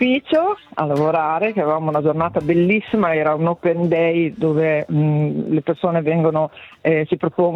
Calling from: Imola, Emilia-Romagna, Italy; Imolese, sono di Imola

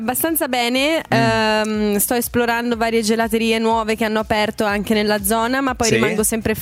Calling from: Mogliano Veneto, Veneto, Italy; Da Mogliano Veneto

